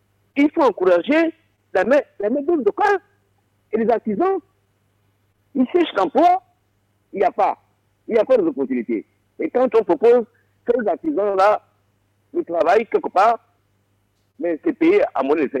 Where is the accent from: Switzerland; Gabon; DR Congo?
Gabon; Vous êtes Gabonais, nous sommes des Gabonais, nous qui avions voté tous Olivier Nguema, y compris vous.